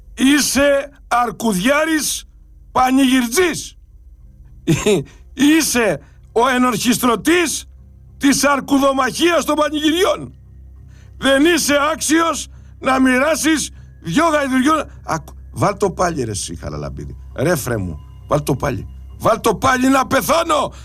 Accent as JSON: {"language": "Greek", "country": "Greece", "said": "Ντρέπομαι που είμαι Έλληνας πολίτης."}